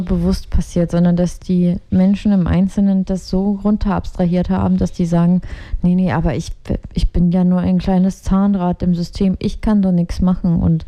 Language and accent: German; Ukraine; moved away; denn ich bin aus der Ukraine